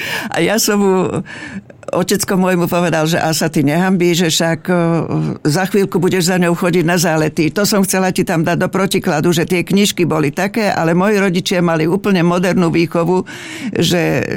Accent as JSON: {"language": "Slovak", "town": "Blatnica", "region": "Žilina Region", "country": "Slovakia", "tie": "born or raised there", "said": "Ja pochádzam z Blatnice, že neviem, či som to už spomenula, a u nás boli ľudia, ktorí chodili obchodovať do Ruska. A ešte sa tá ruština sem tam udržala v dedine."}